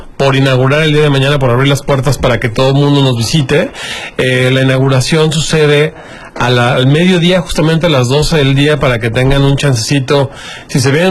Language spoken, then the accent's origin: Spanish; Mexico